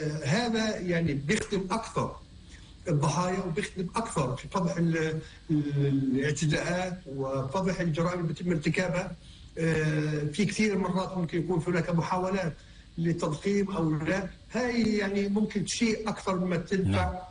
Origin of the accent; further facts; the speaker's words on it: Palestine; اللي احنا بنعيشه كفلسطينيين تحت الاحتلال